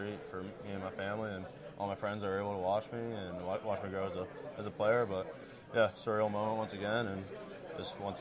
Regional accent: Boston, Massachusetts, United States; now in New Hampshire, United States; Boston. I'm born in Boston, live in southern New Hampshire now, so about 5 hours from here.

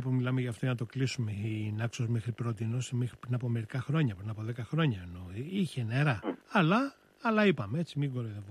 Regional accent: Naxos, South Aegean, Greece; σε σχέση με το νησί μου, παραδείγματος χάρη, την Άξο, όπου υπάρχει λειψιδρία.

